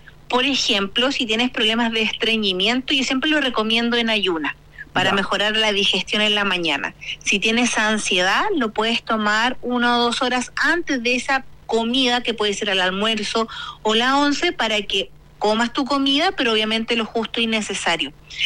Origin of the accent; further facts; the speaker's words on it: Chillán, Ñuble, Chile; now in Concepción, Chile; yo soy nacida y criada en Chillán.